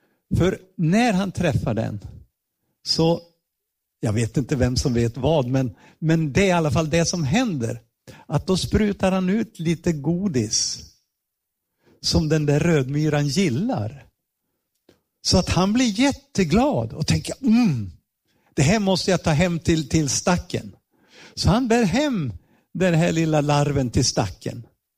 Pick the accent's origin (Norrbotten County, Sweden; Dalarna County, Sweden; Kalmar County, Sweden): Dalarna County, Sweden; Ludvika; För vi växte upp i Ludvika. Nästan grannar med var. Ja, nej, grannar.